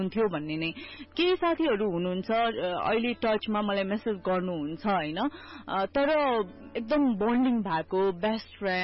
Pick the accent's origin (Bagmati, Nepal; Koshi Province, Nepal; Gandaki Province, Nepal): Bagmati, Nepal; Geetanagar; born there; मेरो जन्म चाहिँ नारायणगढ चितवनको गीतानगरमा भएको हो